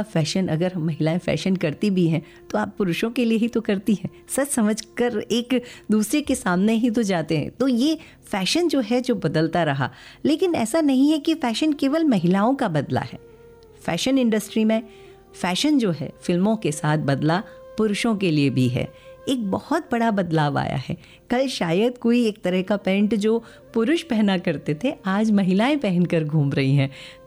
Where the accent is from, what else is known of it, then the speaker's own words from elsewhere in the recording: Mumbai, Maharashtra, India; बचपन में हम खार मुंबई में रहते थे